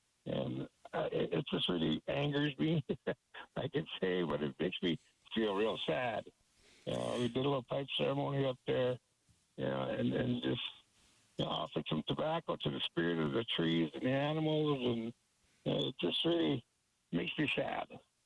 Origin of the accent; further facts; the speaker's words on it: Minnesota, United States; now in Duluth, United States; I live up in Duluth, Minnesota. I'm originally from the Whitehead Reservation up in Minnesota